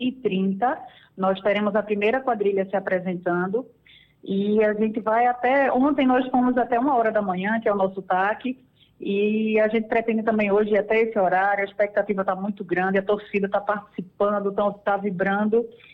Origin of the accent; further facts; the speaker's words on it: Northeast Region, Brazil; now in Pojuca, Brazil; Somos nordestinos, amamos a nossa cultura